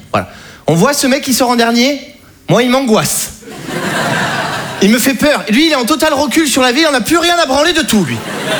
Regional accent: Saint-Émilion, Nouvelle-Aquitaine, France; Très très fier d'être ici, comme il dit, je viens de Saint-Émilion.

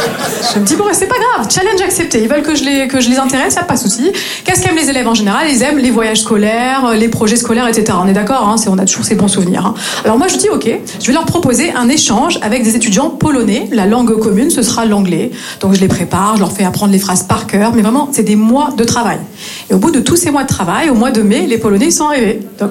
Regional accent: Grand Est, France; now in Marseille, France

